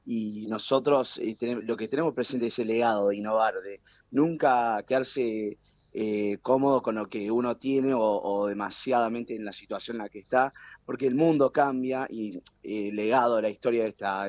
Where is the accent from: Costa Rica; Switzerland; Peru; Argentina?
Argentina; accent: Argentine; tengo el acento argentino y nunca viví en Argentina, imagínate. La ¿cómo razón, es? mis viejos emigraron acá en los 90, me tuvieron acá, pero el resto de mi familia vive allá.